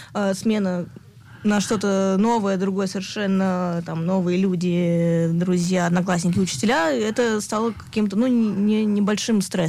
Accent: Moscow, Russia; born there; Я родилась в Москве в 91 году.

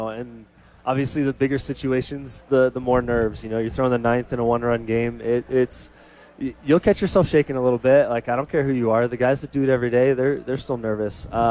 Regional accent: Florida, United States; moved away; I grew up in Florida

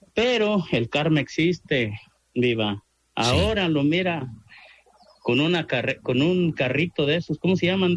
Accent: Doctor Mora, Guanajuato, Mexico; now in Tucson, United States; Fíjese que aquí, cuando nosotros llegamos de México aquí...

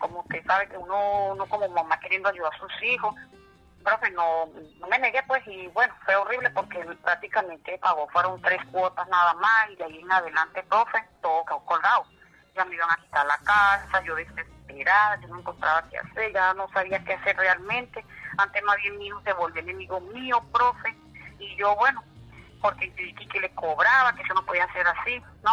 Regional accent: Venezuela; moved away; Llevo ya 11 años y medio acá viviendo. Pues ahí, poco a poco, pues, yo llegué de Venezuela, gracias a Dios.

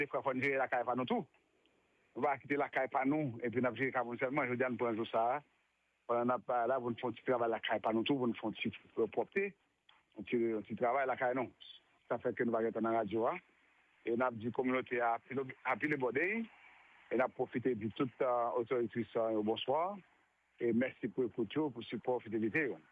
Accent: Haiti; Et on est haïtien, quand on travaille sérieux dans la communauté, mais on supporte une communauté haïtienne

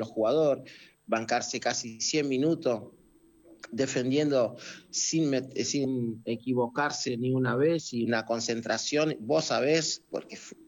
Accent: São Vicente, Cape Verde; Después tenés Sal, Santa Lucía, Boavista de donde nació el técnico de la selección de Cabo Verde. Y yo soy de San Vicente.

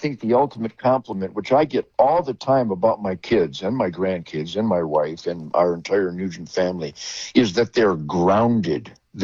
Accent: Detroit, Michigan, United States; I was born literally in Detroit in 1948

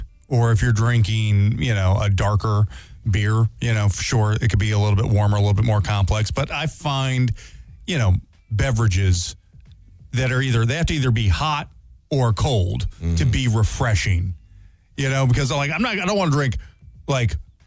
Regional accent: St. Louis, Missouri, United States; because I grew up in St. Louis, sure. Home AB, so it's all AB products.

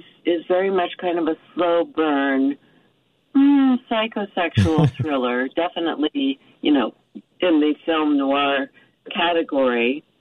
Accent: Coral Gables, Florida, United States; born there; also born or lived in Miami; Born in Florida. I was born in Coral Gables.

